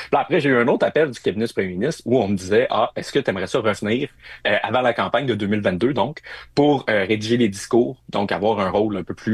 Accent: Cap-Rouge, Quebec, Canada; moved away as an adult; now in Ottawa, Canada; suis un gars de Québec, fondamentalement. Même si maintenant, je reste à Ottawa, bientôt à Montréal, j'ai grandi à Cap-Rouge, fait que banlieue ouest de Québec. Je suis resté là jusqu'à mes 24 ans.

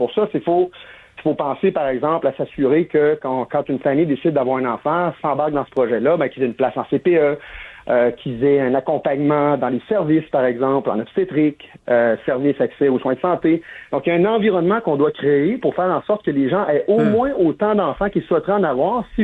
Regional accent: Quebec, Canada

